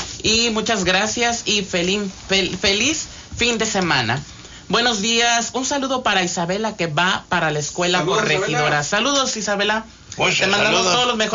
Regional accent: Mexico; born there; first language Spanish; la lengua materna, que en este caso es la del español, los de los que nacimos en México.

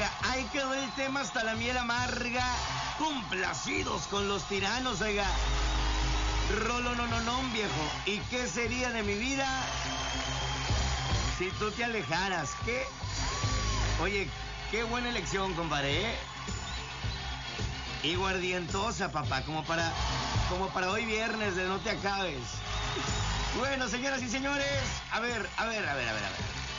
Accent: Mexico; Uno como mexicano

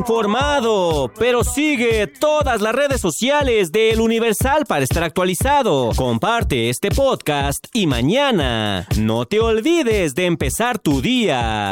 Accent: Mexico; hablo como periodista mexicano con 20 años de experiencia

